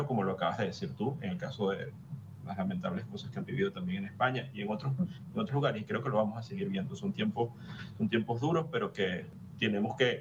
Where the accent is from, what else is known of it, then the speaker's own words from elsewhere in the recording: Venezuela; Los venezolanos no estamos bailando en las calles